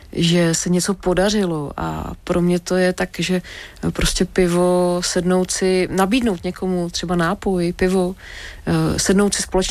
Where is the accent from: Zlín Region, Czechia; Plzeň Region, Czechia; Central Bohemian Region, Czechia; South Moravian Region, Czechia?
Central Bohemian Region, Czechia; Nymburk; born there; narodila jsem se v Nymburce